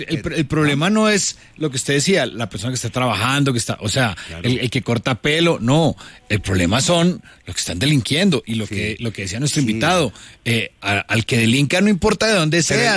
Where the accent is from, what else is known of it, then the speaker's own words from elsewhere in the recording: Antioquia, Colombia; colombianos defendemos la arepa a muerte y los venezolanos la defienden. Pero yo le voy a decir una cosa, como paisa que soy, la arepa venezolana